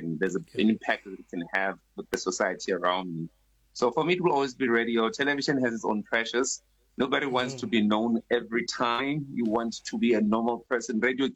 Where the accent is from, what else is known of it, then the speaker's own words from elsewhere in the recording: Mokopane, Limpopo, South Africa; moved away; Limpopo, my hometown in Mokopane